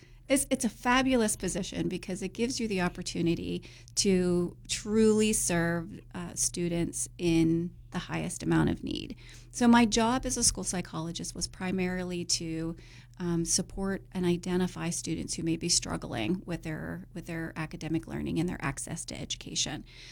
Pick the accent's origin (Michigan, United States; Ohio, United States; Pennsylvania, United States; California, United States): Pennsylvania, United States; Pittsburgh; moved away as an adult; now in Elk County, United States; I was born and raised in Pittsburgh, Pittsburgh, PA here, and grew up in a not so well-off area and a not so well-off family structure.